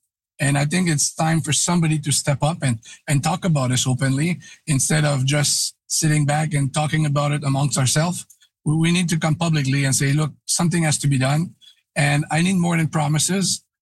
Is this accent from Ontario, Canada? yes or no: no; Quebec City, Quebec, Canada; moved away as an adult; now in Outaouais, Canada; I moved in the region 35 years ago. I'm from Quebec City originally.